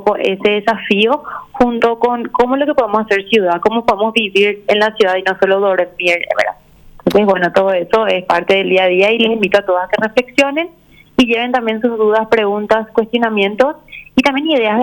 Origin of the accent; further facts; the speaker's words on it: San Lorenzo, Central, Paraguay; yo particularmente soy de San Lorenzo